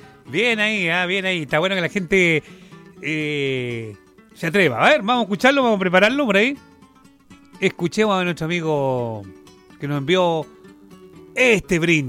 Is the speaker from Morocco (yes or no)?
no; Chile; a los chilenos nos encanta este mes.